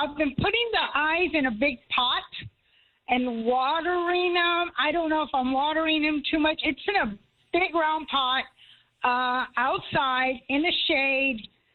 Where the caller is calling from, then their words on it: Elmendorf, Texas, United States; Elmendorf.